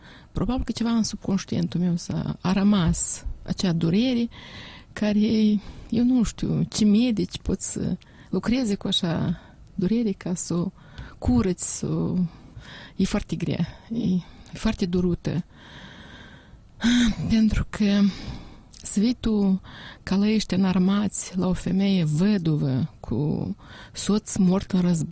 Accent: Chirileni, Ungheni District, Moldova; la noi la satul meu, Chirileni Ungheni, de unde sunt eu, se zice scoarță

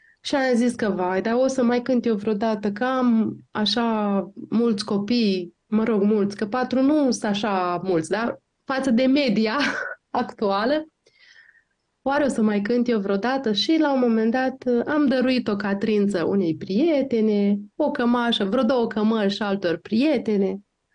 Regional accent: Iași County, Romania; Este un sat aflat, cred că la 10 km de satul meu, deci foarte aproape.

